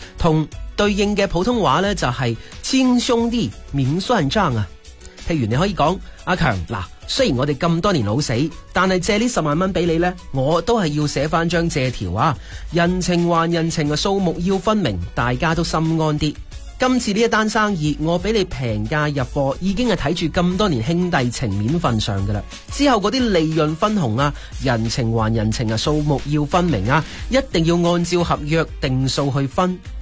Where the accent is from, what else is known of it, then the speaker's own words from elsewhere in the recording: Guangdong, China; 我们广东人